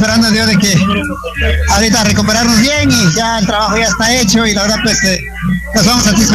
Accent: Guatemala; tuvimos el segundo lugar como mejor guatemalteco

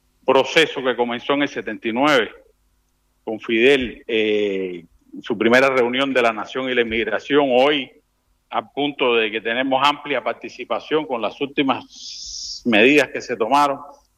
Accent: Cuba; moved away as an adult; also born or lived in Panama; yo nací en Cuba, toda mi infancia y parte de mi juventud viví en Cuba, y ya a finales de los 20, sobre los 29 años, yo entonces fue que yo emigré a Panamá

